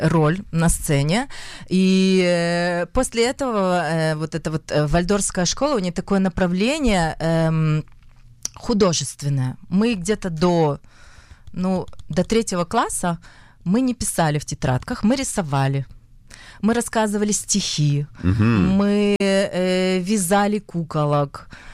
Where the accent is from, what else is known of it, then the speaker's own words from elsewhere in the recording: Irkutsk, Irkutsk Oblast, Russia; born there; Родилась я в Сибири. В городе Иркутск.